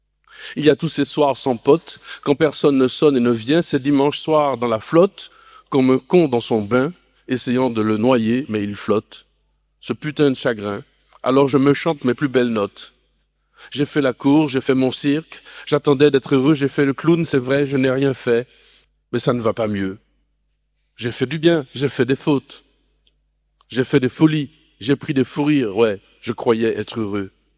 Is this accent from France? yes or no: yes; Martinique, France; Moi, je suis de Martinique, je ne connais pas ce genre de choses.